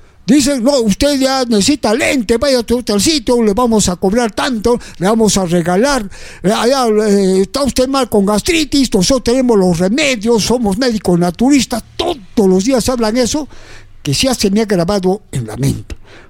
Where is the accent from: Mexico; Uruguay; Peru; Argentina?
Peru